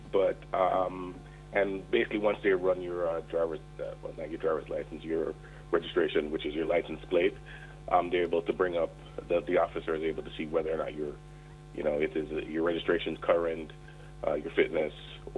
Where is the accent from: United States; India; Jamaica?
Jamaica; I'm Jamaican.